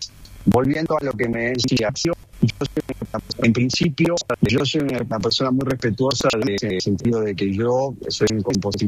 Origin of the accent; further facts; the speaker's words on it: Argentina; accent: Argentine; de nuestro acento argentino, porque yo lo llevo con mucha honra